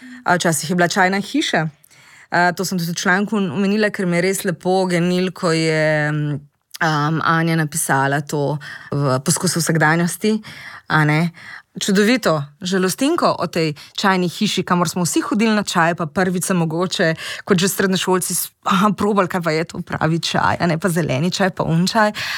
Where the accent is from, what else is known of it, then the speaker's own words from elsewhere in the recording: Ljubljana, Central Slovenia, Slovenia; Ampak še vedno pa absolutno, kjer jaz to občutim kot Ljubljančanka